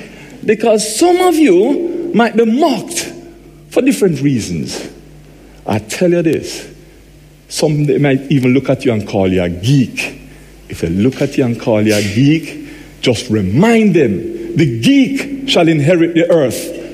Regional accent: Jamaica; accent: Jamaican; by now you should be able to work out from my accent that I'm Jamaican. Some of you would have worked it out. As to, you know, I have a very strong accent.

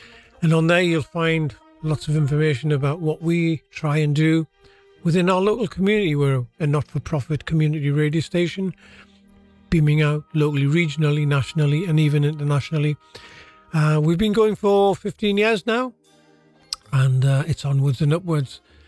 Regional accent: Newcastle upon Tyne, North East England, United Kingdom; accent: Geordie; the …, born and bred in Newcastle upon Tyne.

